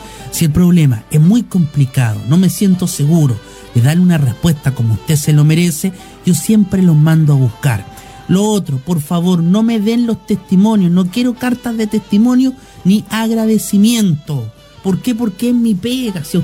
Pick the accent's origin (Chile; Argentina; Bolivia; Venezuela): Chile; soy chileno y no ando de paso por esta ciudad.